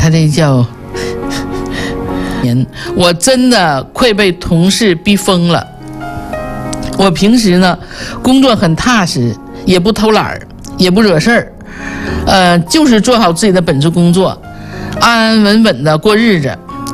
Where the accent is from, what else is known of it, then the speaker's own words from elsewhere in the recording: Northeast China, China; accent: Northeastern; 我们东北话就叫太气儿了